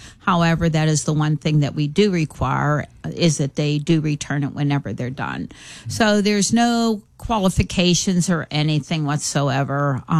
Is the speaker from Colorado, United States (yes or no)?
no; Pennsylvania, United States; accent: Pittsburgh; now in Sharon, United States; I'm actually from the North Hills.